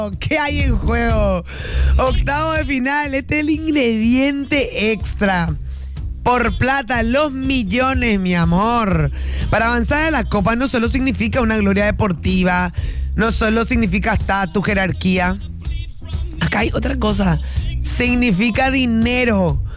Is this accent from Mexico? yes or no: no; Paraguay; Vamos a estar los paraguayos.